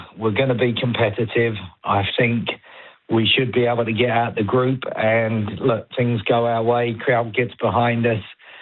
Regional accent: England, United Kingdom; Yeah, look, I'm English and Canadian.

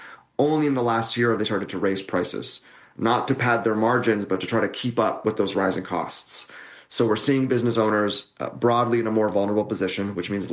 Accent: Canada; You know, it certainly concerns me as a Canadian, because small business owners are a key engine of our economy

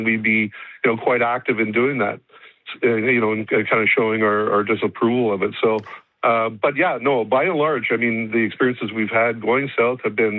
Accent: Canada; there's an accent that's detected sometimes. I would say it's the reverse, that we kind of pick up on an accent before they do. But, often it's not long before they've, you know, kind of picked us out as being Canadian.

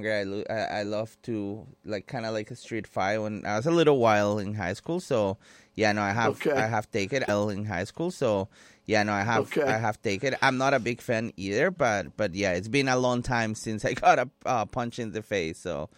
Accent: Colombia; English is a second language; now in London, United Kingdom; London opened the doors for me when I came from Colombia.

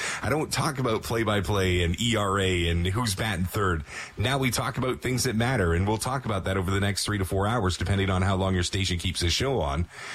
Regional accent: Toronto, Ontario, Canada; in a city as big as Toronto, which is my hometown, by the way, Scarborough, Morningside and Ellesmere represent

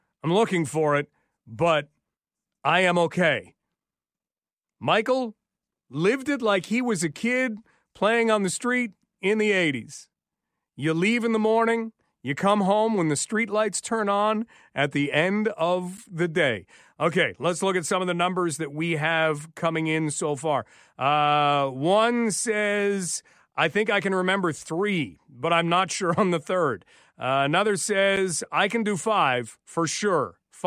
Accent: Hawkesbury, Ontario, Canada; also born or lived in London; I was born in London but moved to Hawkesbury when I was young and grew up there for a little while.

